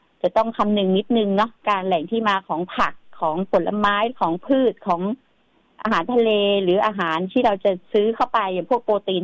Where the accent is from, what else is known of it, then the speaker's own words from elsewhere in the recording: Chiang Mai, Thailand; now in Bangkok, Thailand; แต่เราก็จะใช้ชีวิตอยู่กรุงเทพเนาะทั้งที่บ้านอยู่เชียงใหม่ก็ไปมาอะไรเงี้ยแต่เราก็อยู่กรุงเทพ